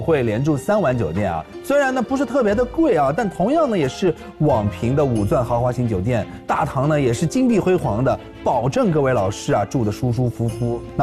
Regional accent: Shanghai, China; 符合阿拉上海人的口味？

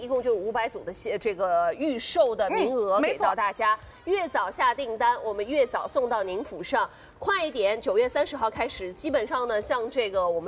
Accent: Shanghai, China

